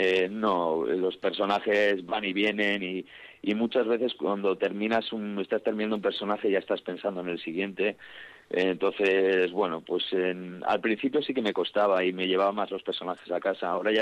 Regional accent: Vitoria-Gasteiz, Basque Country, Spain; now in Madrid, Spain; claro que echo de menos Vitoria. Sí, es la ciudad donde he crecido, donde he vivido. En este momento estoy establecido en Madrid

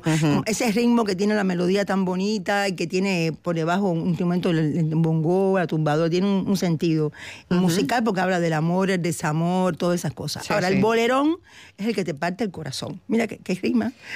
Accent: Havana, Cuba; Yo soy habanera

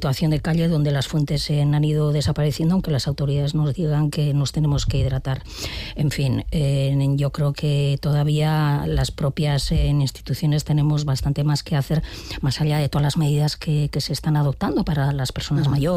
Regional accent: San Sebastián, Basque Country, Spain; Yo soy de Donostiarra

